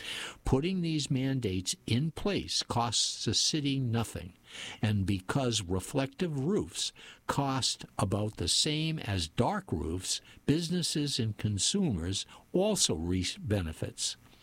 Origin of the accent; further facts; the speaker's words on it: Mississippi, United States; Growing up in Mississippi in the 1950s, our summers were unbearably hot and humid.